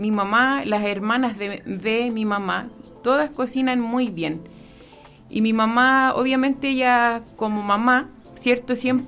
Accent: Curicó, Maule, Chile; now in Potrero Grande, Chile; ¿cierto? Soy 100% curicana. Vivo en la localidad de Potrero Grande, o ahora Cordillería

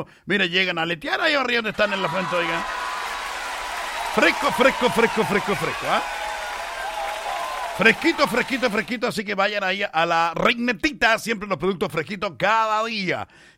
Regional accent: Chile; Si yo soy chileno. Nada de hablando aquí mexicano, si yo no soy mexicano. Con suerte conocí México, Guadalajara y algo más.

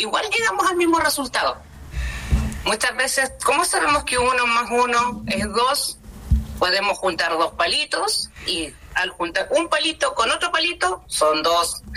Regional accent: Chile; algunos nacimos en el norte, otros nacimos en el sur, pero seguimos siendo chilenos

